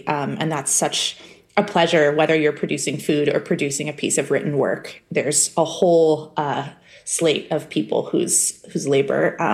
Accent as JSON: {"language": "English", "town": "Portland", "country": "United States", "tie": "born or raised there", "said": "I grew up in Portland, but I hadn't grown up mushroom foraging."}